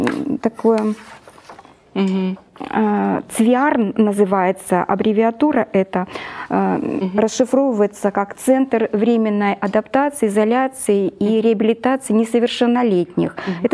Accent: Ust-Kamenogorsk, East Kazakhstan Region, Kazakhstan; В городе Усть-Каменогорске, откуда я приехала, вы сказали, из Казахстана, стали открываться частные радиокомпании, телерадиокомпании.

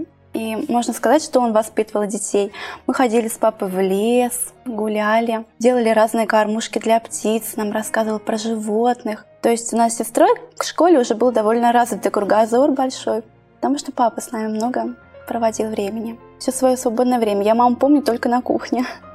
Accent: Kstovo, Nizhny Novgorod Oblast, Russia; born there; Я родилась в Нижегородской области, в очень красивом и небольшом городе Кстово.

